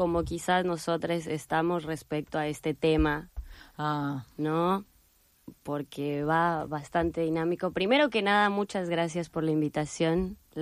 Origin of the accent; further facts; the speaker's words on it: Mexico; moved away; soy de México.